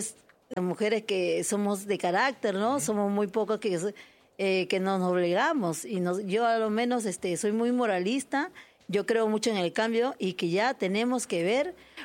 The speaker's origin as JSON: {"language": "Spanish", "town": "Los Olivos", "region": "Lima", "country": "Peru", "said": "porque yo soy de Los Olivos, paso, claro, y veo un mar de propuestas"}